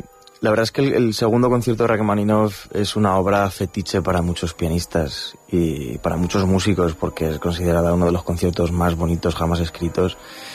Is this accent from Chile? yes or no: no; Ciudad Real, Castilla-La Mancha, Spain; moved away as an adult; also born or lived in San Sebastián / New York; yo soy de Ciudad Real y, bueno, tuve el placer de estudiar en el Conservatorio Marcos Redondo.